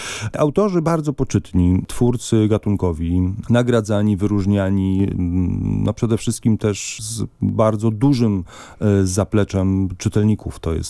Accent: Toruń, Kuyavian-Pomeranian Voivodeship, Poland; skoro ja z Torunia

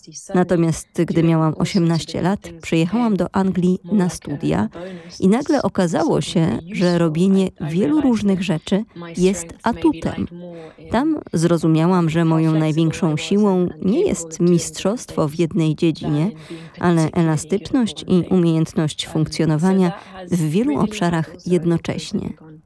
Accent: France; moved away as an adult; also born or lived in England; Mój ojciec jest Anglikiem, mama francuską, a wychowałam się we Francji.

